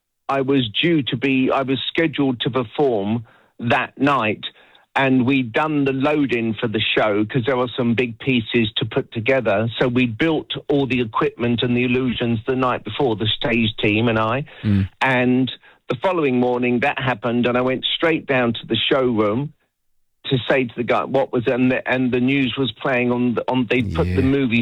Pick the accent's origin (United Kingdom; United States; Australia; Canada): United Kingdom; now in New Zealand; I'm British, but live in New Zealand.